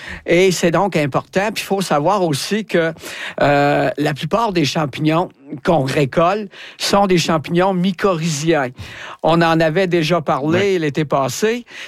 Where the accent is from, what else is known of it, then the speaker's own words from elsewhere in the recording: Quebec, Canada; il y avait des gens qui avaient juré qu'il n'y avait pas personne de l'Abitibi-Témiscamingue, puis malheureusement, je les ai fait mentir comme une tâche